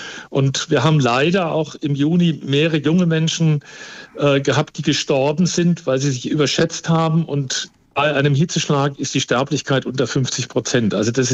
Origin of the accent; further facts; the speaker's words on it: Frankfurt, Hesse, Germany; ich bin in Frankfurt aufgewachsen